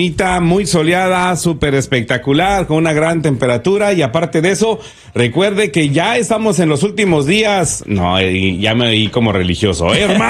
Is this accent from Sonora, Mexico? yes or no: no; Oaxaca, Mexico; moved away; me recuerda a mi tierra, por eso me recuerda a Oaxaca